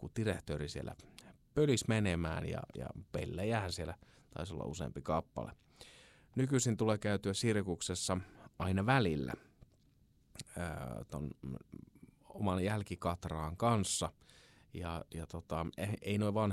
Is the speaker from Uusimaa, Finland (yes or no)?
no; Kontiolahti, North Karelia, Finland; Kontiolahdelta, kun olen kotoisin